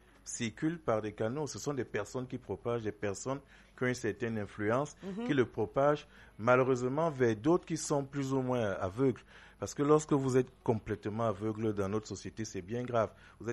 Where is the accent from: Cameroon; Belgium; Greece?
Cameroon; chez nous au Cameroun